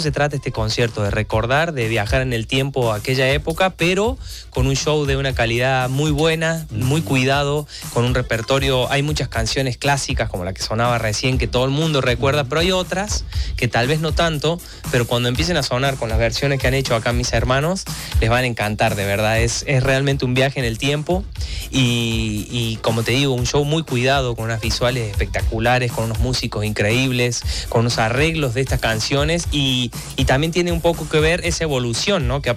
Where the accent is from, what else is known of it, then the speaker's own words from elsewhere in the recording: Argentina; now in Mexico; Bueno, yo soy de Argentina